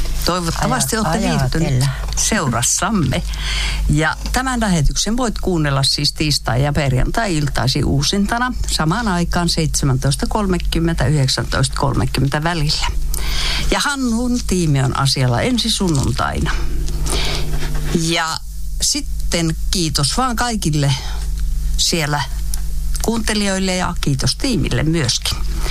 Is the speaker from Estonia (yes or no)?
yes; Estonia; now in Finland; Toinen vasta, ei haittaa, minä olen Virosta.